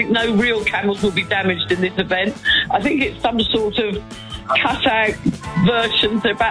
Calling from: Twickenham, London, United Kingdom; Twickenham in West London.

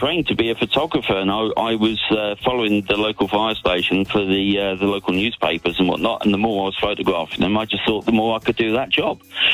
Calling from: South East England, United Kingdom; I'm actually not from North Yorkshire. I'm just on top of the North Yorkshire moors at the moment in my caravan. I'm actually from Oxfordshire.

